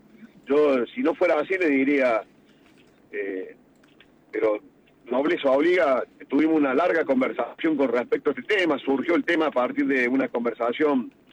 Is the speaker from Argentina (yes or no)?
yes; Argentina; Nosotros por ahí no le hemos dado bola, porque por ahí somos los argentinos bastante.